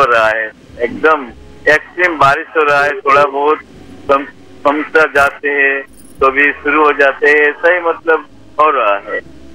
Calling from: Assam, India; District है श्री भूमि, असम से तालुका से है ना।

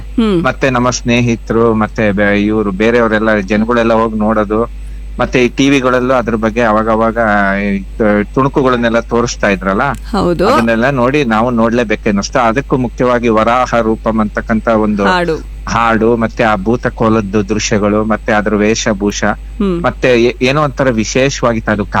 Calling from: Shivamogga, Karnataka, India; Vidyanagar Shivamogga

